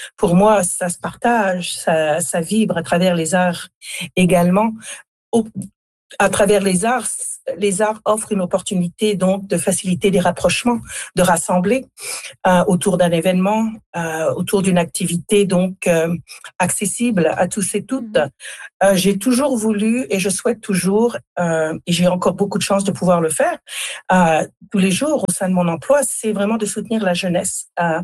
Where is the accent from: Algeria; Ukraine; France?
France; Grand Est; moved away as an adult; now in Niagara, Canada; Ça fait 35 ans, en fait, que je réside en Ontario. Je suis originaire de la Champagne, en France. J'ai toujours voulu vivre au Niagara, pardon, en Ontario français.